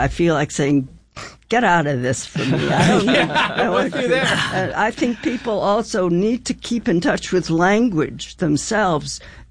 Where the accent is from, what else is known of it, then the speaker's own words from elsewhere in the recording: St. Paul, Minnesota, United States; I grew up in St. Paul, Minnesota